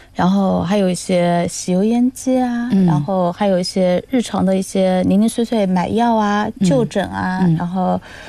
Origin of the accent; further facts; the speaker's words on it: Nanjing, Jiangsu, China; 因为我们是南京的嘛，然后这边有好多南京，我就会用南京话跟他说